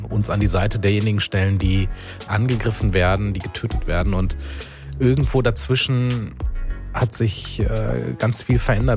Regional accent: Wuppertal, North Rhine-Westphalia, Germany; Also ich bin in Wuppertal aufgewachsen, 13 Kilometer vom Wohnhaus der Familie Gentsch entfernt, die angegriffen wurden.

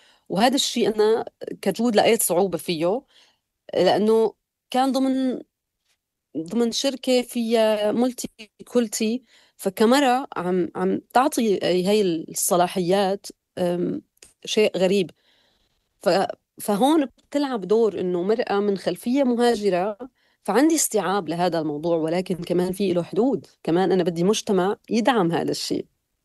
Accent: Syria; now in Germany; يعني أنا بقول أنا سورية وألمانية وما بشوف أبدا تناقض بهذا الشيء بصراحة، وما لي محتاجة أبدا أني أنا ألغي جزء من هويتي السورية حتى أثبت هويتي الألمانية. أنا دائما بقول أنا عايشة بين ثقافتين

